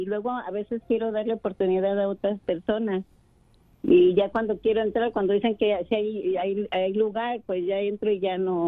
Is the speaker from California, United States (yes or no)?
yes; Whittier, California, United States; Soy de aquí